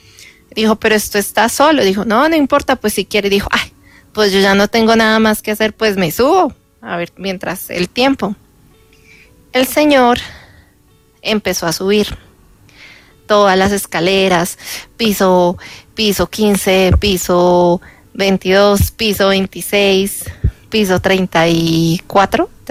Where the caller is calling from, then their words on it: Bogotá, Colombia; Yo soy bogotana.